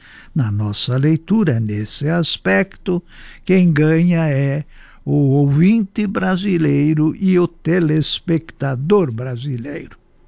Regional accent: Brazil

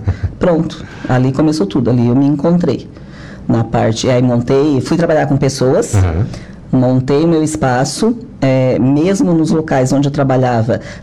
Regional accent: Rio Grande do Sul, Brazil; now in Santa Catarina, Brazil

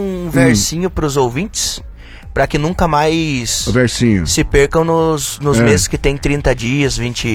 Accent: Brazil; E daí nós como brasileiros, né

